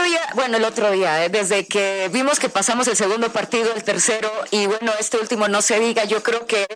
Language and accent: Spanish; Mexico; Para mi siguiente truco hasta voy a seguir siendo mexicana hasta que me muera.